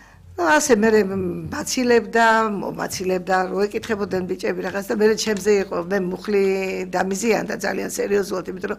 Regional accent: Urbnisi, Shida Kartli, Georgia; born there; ჩემი სოფელში იყო ურუბნიში ქართლში და იქ დავიბადე

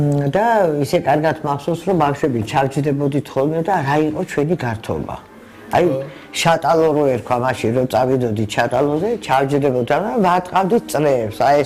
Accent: Tbilisi, Georgia; born there; ეხა მე აქ ხოცხოვრობდი ვერასე

